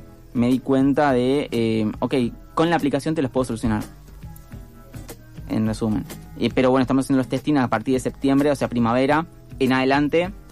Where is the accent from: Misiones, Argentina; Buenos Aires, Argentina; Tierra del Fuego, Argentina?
Buenos Aires, Argentina; now in Montevideo, Uruguay; yo soy de Buenos Aires